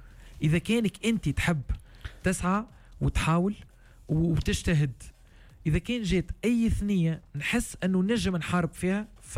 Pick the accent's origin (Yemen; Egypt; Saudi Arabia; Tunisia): Tunisia; انا فنان تونسي واستاذ موسيقى